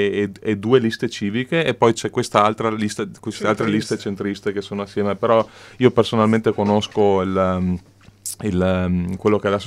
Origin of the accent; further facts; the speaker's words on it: Castelfranco Veneto, Veneto, Italy; Sì, io sono di Castelfranco Veneto, in provincia di Treviso